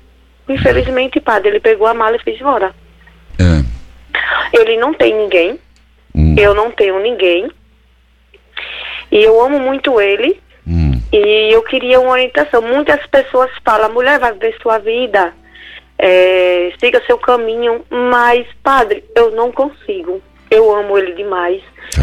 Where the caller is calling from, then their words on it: Itabaianinha, Sergipe, Brazil; Sou da cidade de Itabaianinha, Sergipe.